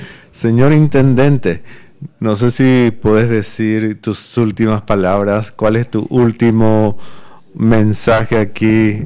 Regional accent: Encarnación, Itapúa, Paraguay; also born or lived in United States; now in Nueva Alborada, Paraguay; yo soy hijo adoptivo de Nueva Alborada, soy encarnaceno, me vine acá y realmente es como si hubiese nacido acá.

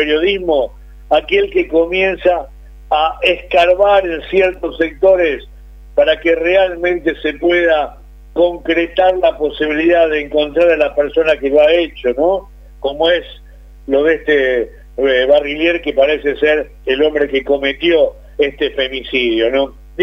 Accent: Buenos Aires Province, Argentina; aquellos que venimos de Gran Buenos Aires

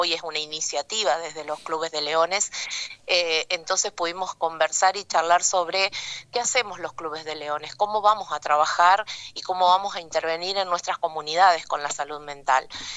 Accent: Argentina; now in Reconquista, Argentina; como ciudadanos, como argentinos.

